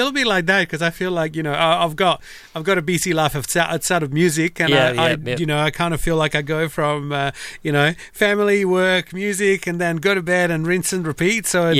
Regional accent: Italy; now in Australia; I came from Italy, then I came to Australia. We can talk more about that later.

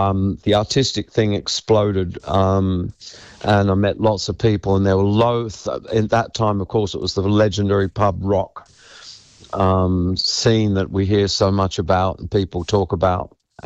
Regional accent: Canberra, Australian Capital Territory, Australia; moved away; also born or lived in Sydney; I grew up in Canberra, and being in, when I was in Canberra, we're talking the late 70s

